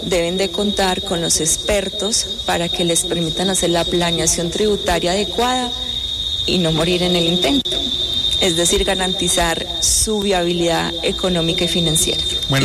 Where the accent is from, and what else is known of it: Pereira, Risaralda, Colombia